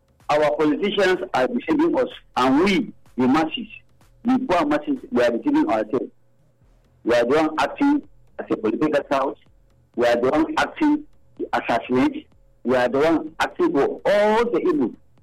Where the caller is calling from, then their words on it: Ekechi, Nigeria; Thank you. I'm calling you from Ekechi.